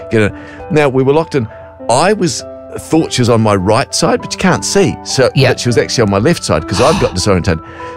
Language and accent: English; New Zealand; we're from New Zealand.